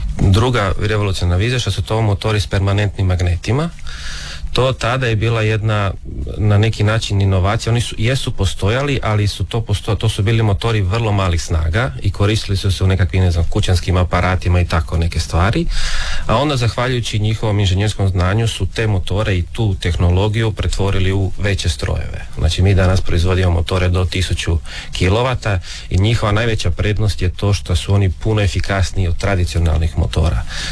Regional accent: Pula, Istria County, Croatia

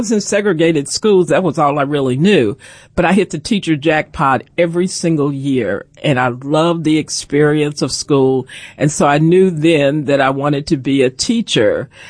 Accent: Chattanooga, Tennessee, United States; born there; I was born in Chattanooga.

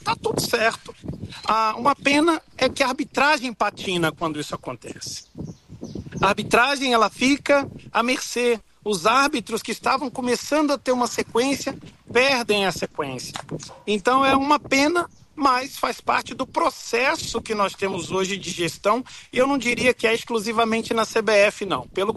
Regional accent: Brazil; also born or lived in United States; Eu me mudei dos Estados Unidos para o Brasil, voltei para o meu país, né, meu país natal, é, a minha nação, meu país que eu amo, mas eu estava nos Estados Unidos a trabalho, estava há 8 anos já

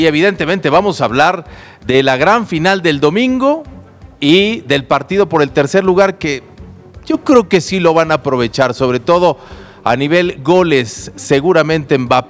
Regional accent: Mexico; y te lo digo como mexicano, que sé que se siente, de muchas frustraciones

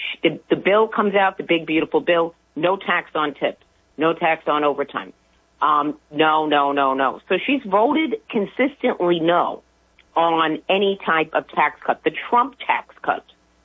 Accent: New York City, New York, United States; now in Nassau County, United States; I grew up in the city. I grew up in Middle Village, Queens. So when I moved to Nassau

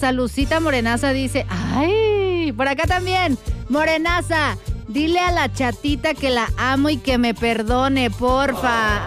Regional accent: San Juan del Río, Querétaro, Mexico; ¡Hasta San Juan del Río, mis palomazos, mi tierra, como debe de ser!

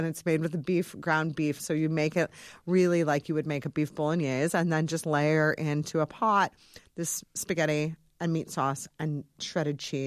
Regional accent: Michigan, United States; I love Michigan, so thank you so much for having me. This is home

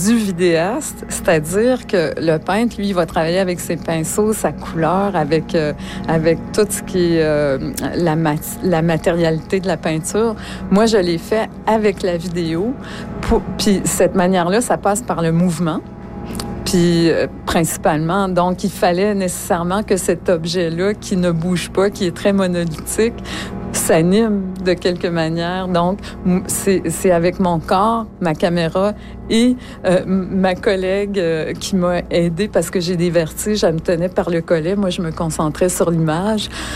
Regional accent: Quebec, Canada; Parce que moi, je viens du Sud.

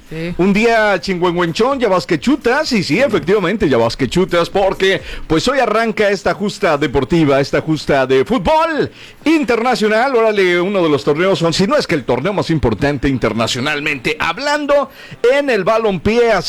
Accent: Mexico; somos mexicanos

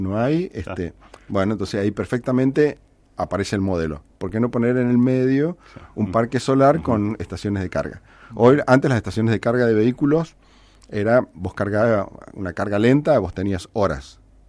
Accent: Mendoza, Argentina; Así que conocemos Mendoza desde hace 40 años. Somos de Mendoza todos.

